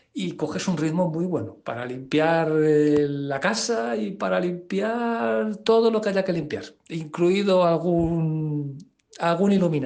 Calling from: Madrid, Community of Madrid, Spain; de Madrid.

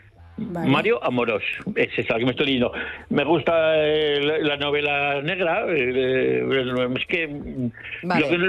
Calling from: Tudela, Navarre, Spain

